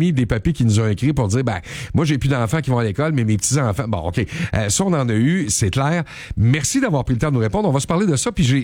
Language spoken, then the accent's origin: French; Quebec, Canada; c'est chez nous au Québec.